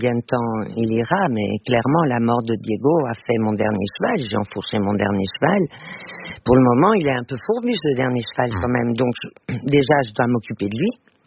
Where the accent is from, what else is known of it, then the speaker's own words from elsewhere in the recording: Portugal; first language Portuguese; French is a second language; moved away; also born or lived in Belgium / France; Oui, en famille, c'est ma langue maternelle.